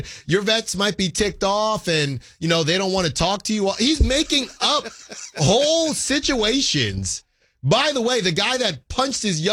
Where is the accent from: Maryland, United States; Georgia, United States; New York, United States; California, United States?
California, United States; Bay Area; I am from the Bay Area